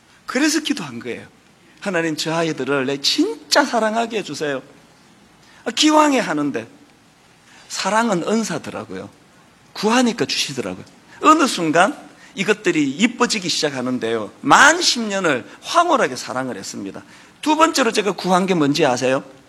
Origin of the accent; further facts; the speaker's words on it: Gyeongsang, South Korea; 저는 경상도에서 태어났거든요. 딱 나서 보니까 부모님이 그 지역에서 살고 계시더라고요. 그래서 저도 이제 경상도 사람인데요.